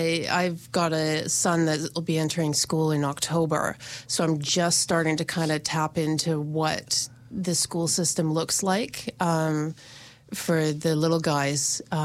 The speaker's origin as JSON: {"language": "English", "town": "Calgary", "region": "Alberta", "country": "Canada", "tie": "born or raised there", "moved": "yes", "lives_now": "New Zealand", "said": "I grew up in Calgary, bigger city"}